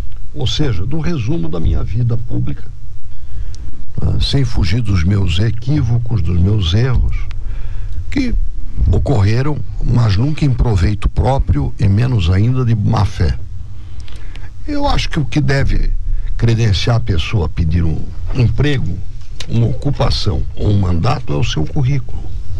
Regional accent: Santa Catarina, Brazil; Eu sou de Santa Catarina no sentido mais amplo da palavra. Eu pertenço a Santa Catarina, ao estado de Santa Catarina, a gente catarinense.

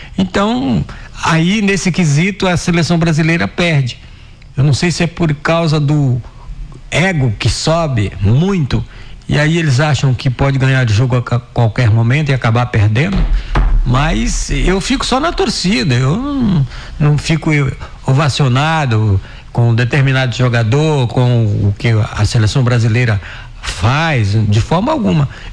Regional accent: Brazil; Eu sou brasileiro

